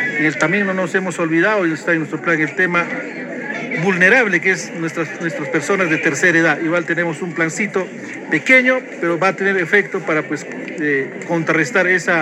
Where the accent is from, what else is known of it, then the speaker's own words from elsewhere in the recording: Olleros district, Ancash, Peru; mi pueblo del distrito de Hierro.